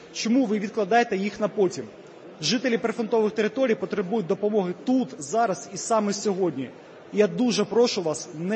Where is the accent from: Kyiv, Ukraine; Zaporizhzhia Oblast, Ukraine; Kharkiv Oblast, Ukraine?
Zaporizhzhia Oblast, Ukraine; Zaporizhzhia; моє рідне Запоріжжя